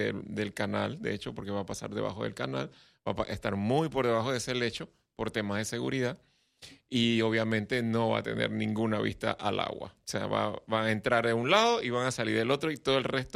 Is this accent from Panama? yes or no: yes; Panama